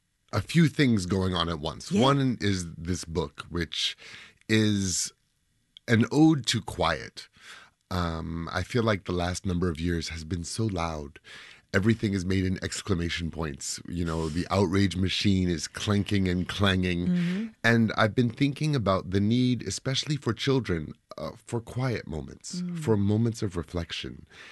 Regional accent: New York City, New York, United States; and I love to walk, I'm a New Yorker, I walk

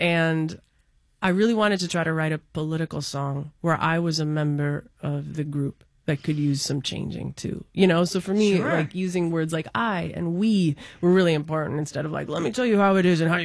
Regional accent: Minneapolis, Minnesota, United States; I grew up in Minneapolis

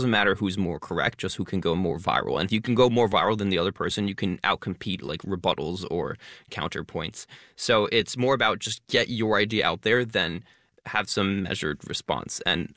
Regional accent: Albany, New York, United States; my congressman where I grew up in Albany, New York, Paul Tonko.

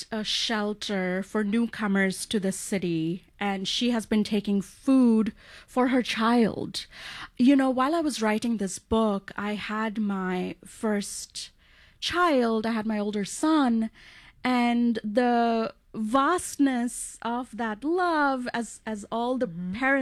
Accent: India; growing up in India, class difference was so apparent to me

